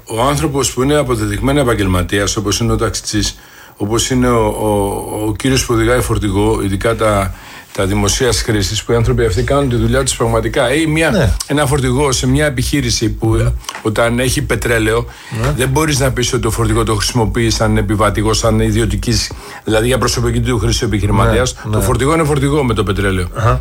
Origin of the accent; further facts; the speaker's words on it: Greece; εγώ είμαι Έλληνας φορολογικός κάτοικος που είμαι αλλοδαπός για την Κύπρο